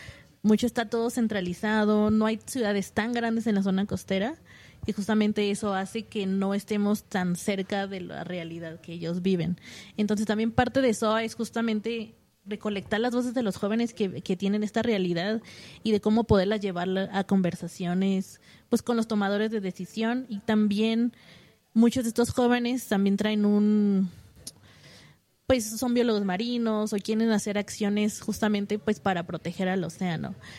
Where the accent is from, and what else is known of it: Mexico